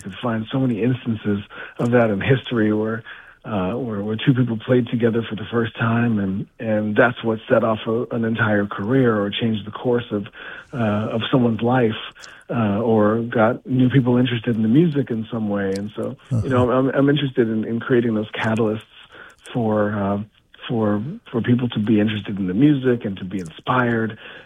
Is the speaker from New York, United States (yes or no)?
no; Miami, Florida, United States; also born or lived in Montclair, New Jersey; I grew up in Miami, Florida.